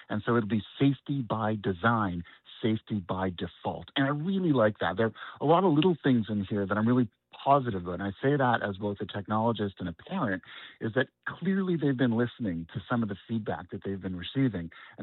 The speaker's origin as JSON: {"language": "English", "country": "Canada", "said": "that to me as a Canadian is unacceptable."}